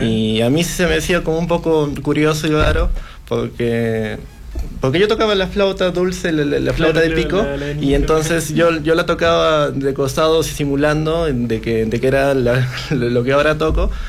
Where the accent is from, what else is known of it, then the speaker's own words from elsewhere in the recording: Juliaca, Puno, Peru; moved away as an adult; Yo soy de Juliaca. Soy yo originario de Juliaca. Empecé tocando en Juliaca y bueno, en el año 2023 me mudé acá y ahora estoy empezando esta nueva vida acá.